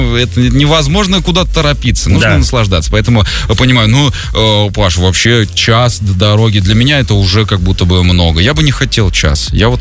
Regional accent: Kazan, Tatarstan, Russia; Я знакомлюсь. Угу. Я из Казани, вот угу. Я из Казани.

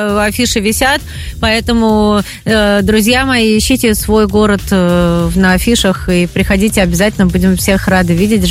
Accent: Moscow, Russia; Я как москвичка, хочу уехать из него.

